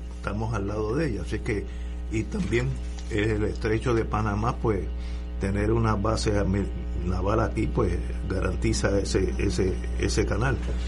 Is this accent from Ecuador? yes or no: no; Puerto Rico